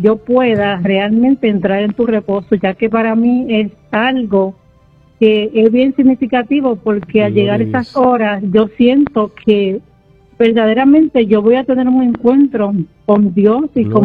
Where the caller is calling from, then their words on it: Bayamón, Puerto Rico; Desde Bayamón Garden.